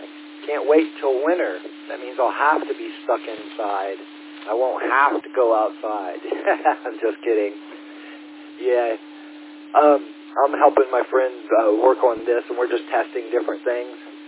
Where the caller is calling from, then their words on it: Lima, Ohio, United States; I'm from Lima, Ohio.